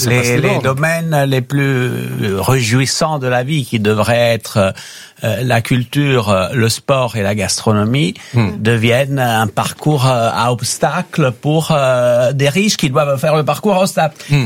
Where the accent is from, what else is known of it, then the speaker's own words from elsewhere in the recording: Italy; now in France; dans nos pays méditerranéens, moi je reviens de Grèce, je suis italien